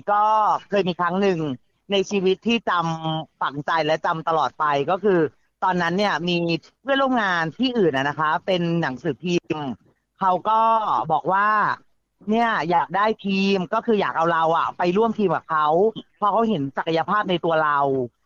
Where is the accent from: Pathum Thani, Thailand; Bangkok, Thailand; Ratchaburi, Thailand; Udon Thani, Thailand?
Pathum Thani, Thailand; เป็นคนจังหวัดปทุมธานีค่ะ